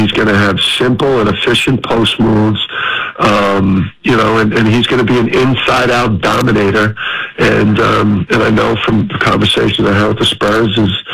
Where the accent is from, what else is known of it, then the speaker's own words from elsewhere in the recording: New Jersey, United States; I'm a hoops junkie, and I'm from Jersey.